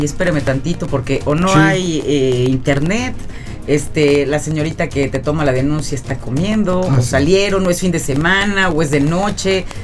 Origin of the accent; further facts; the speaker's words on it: Mexico; Somos los mexicanos.